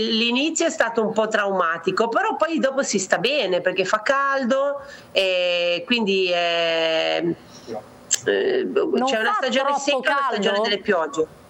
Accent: Pietra Ligure, Liguria, Italy; now in Jakarta, Indonesia; il cambiamento principale è che noi nati sul mare, perché noi siamo di Pietra Ligure, quindi 5 minuti eri al mare

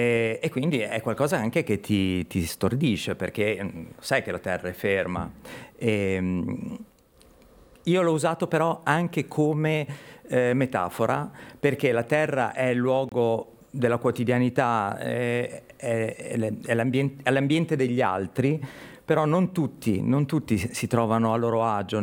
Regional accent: Chiavari, Liguria, Italy; Esatto, e poi comunque sono sempre tornato a Chiavari. Me ne sono reso conto di quanto sia attaccato alla mia terra andando a vivere al di là

